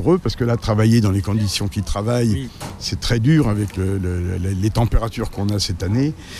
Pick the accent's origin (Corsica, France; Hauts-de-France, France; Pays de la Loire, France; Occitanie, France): Pays de la Loire, France; Chantenay-Villedieu; born there; moi j'habite Chantenay, je suis né à Chantenay